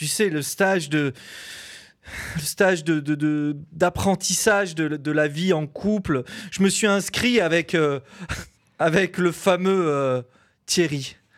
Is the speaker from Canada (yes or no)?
no; Poland; Ah, moi, je suis polonais.